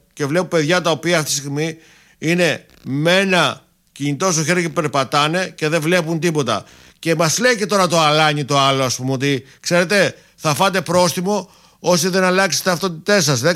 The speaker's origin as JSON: {"language": "Greek", "country": "Greece", "said": "Πέστε μου και εμένα που είμαι βλάχος"}